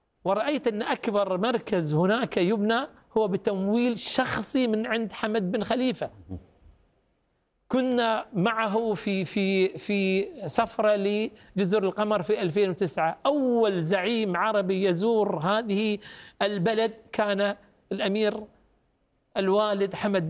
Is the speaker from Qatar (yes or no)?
yes; Qatar; نحن حتى كقطريين